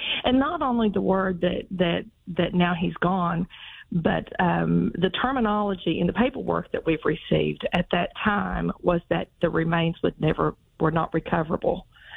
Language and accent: English; Man, West Virginia, United States; I'd say, "I'm from the great metropolis of Man, West Virginia, the town with three letters and two syllables." There's nothing like the people here.